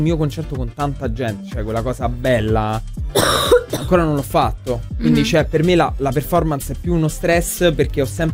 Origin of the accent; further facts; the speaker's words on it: Rome, Lazio, Italy